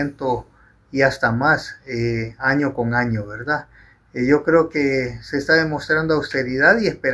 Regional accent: Honduras; que ya tenemos como hondureños

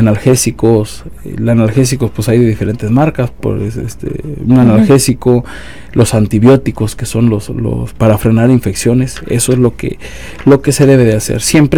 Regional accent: Mexico; esto lo vamos a superar como buenos mexicanos que somos, superamos cualquier cosa

